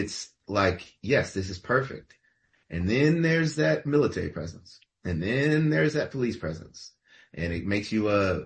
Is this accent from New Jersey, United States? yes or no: no; Virginia, United States; also born or lived in Maryland / Georgia / Alabama; I'll say. But then I grew up in Virginia, grew up in Georgia, Alabama, family from Mississippi and L